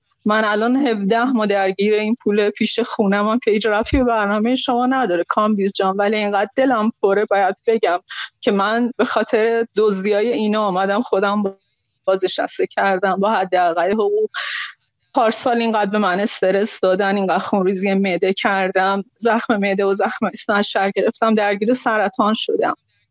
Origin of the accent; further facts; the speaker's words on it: Khuzestan, Iran; با این حال که خودم خوزستانیم، خیلی از فامیلام تو خوزستانن، برادرم که پدر جاوید نامه الان توی اندیمشک داره کار میکنه